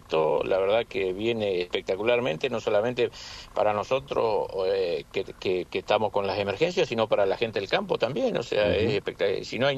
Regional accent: Argentina; los argentinos somos medio así.

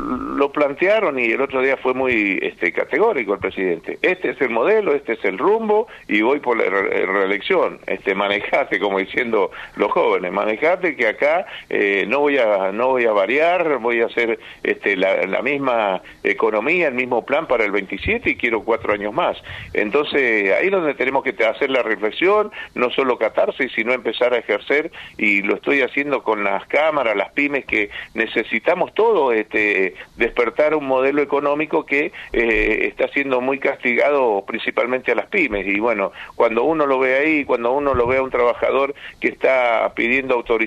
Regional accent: Argentina

